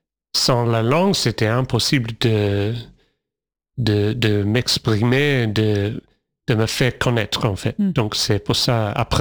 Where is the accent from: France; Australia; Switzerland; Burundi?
Australia; born there; French is a second language; Je suis né en Australie, mais j'ai un père français et j'ai une mère australienne. Donc c'est pour ça en fait. Je n'ai jamais parlé français comme enfant